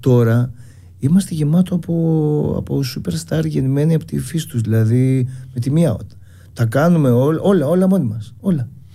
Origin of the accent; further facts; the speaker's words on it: Central Greece, Greece; Είναι Φωκίδα κοντά το χωριό μου, αλλά το σημερινό όνομα δεν θυμάμαι.